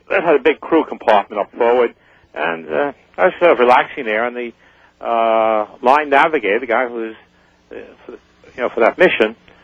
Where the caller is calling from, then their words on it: New Jersey, United States; I live in New Jersey.